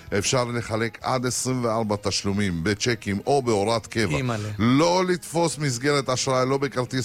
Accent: Bat Yam, Tel Aviv District, Israel; born there; אני גם גדלתי בבת ים

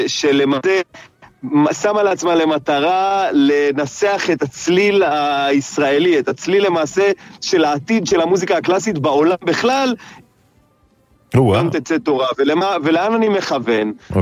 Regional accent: Jerusalem, Jerusalem District, Israel; אנחנו יושבים בתיאטרון ירושלים, ירושלמים גאים.

